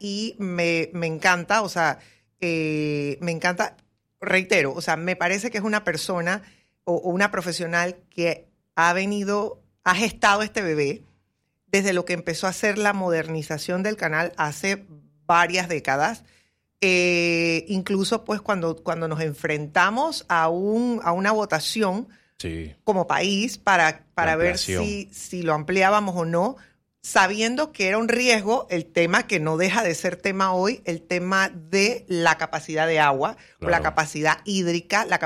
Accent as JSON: {"language": "Spanish", "country": "Panama", "said": "como panameña, como mujer"}